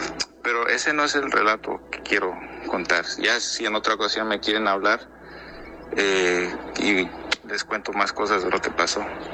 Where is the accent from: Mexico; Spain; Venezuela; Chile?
Mexico; Morelos; now in Arizona, United States; soy de Arizona, originalmente de Morelos.